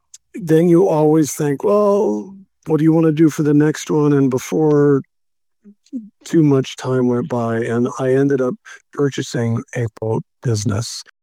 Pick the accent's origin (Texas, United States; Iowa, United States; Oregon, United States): Oregon, United States; Eugene; now in McKenzie River, United States; So when I came to Eugene, I'm from Eugene originally. I moved away for a while. I was in Central Oregon. When I came back, I ended up moving my family to the McKinsey River.